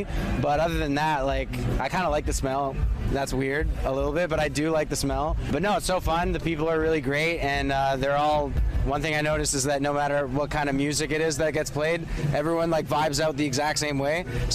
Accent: Eskasoni, Nova Scotia, Canada; also born or lived in British Columbia; now in Ontario, Canada; I'm from Escazoni, Nova Scotia. At least my family's from Escazoni, Nova Scotia. Currently, I live in Ontario, southern Ontario, which is funny.

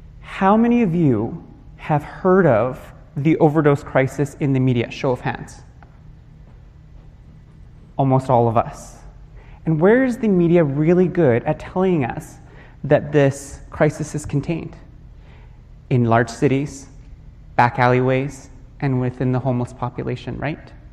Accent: British Columbia, Canada; I am Coast Salish from Catesy First Nation on my father's side and Musqueam First Nation on my mother's side, which is one of the host territories on which we are gathered today.

